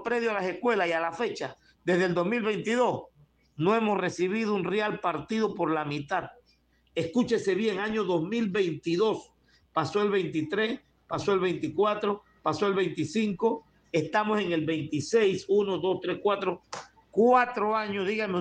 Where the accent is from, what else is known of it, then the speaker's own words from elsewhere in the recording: Panama; somos seres humanos y somos panameños.